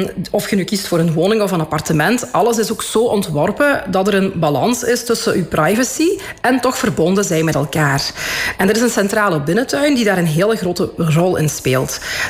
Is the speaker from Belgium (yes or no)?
yes; Limburg, Belgium; born or raised there